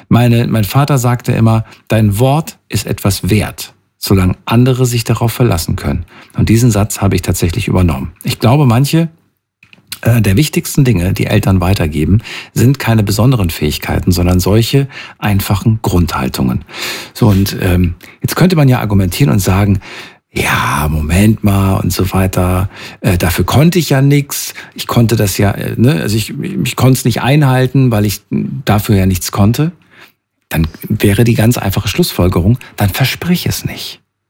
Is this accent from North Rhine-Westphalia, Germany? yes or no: yes; North Rhine-Westphalia, Germany; komme aber auch aus NRW